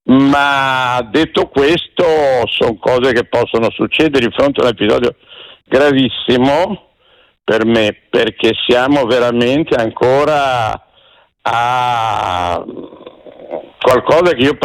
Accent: Genoa, Liguria, Italy; Guardi, anche qualche giorno al mare, perché io sono genovese e c'ho la casa che mi ha lasciato mia mamma.

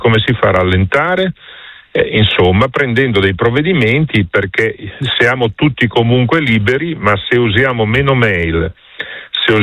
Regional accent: Liguria, Italy; Io poi, per esperienza, essendo ligure

